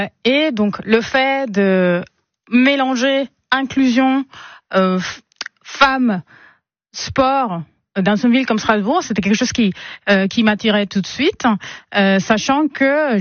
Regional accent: Caracas, Capital District, Venezuela; Et ben bonjour … On vient tous les deux de Caracas.

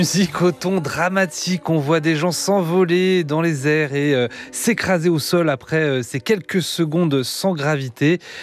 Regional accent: France; chez nous en France

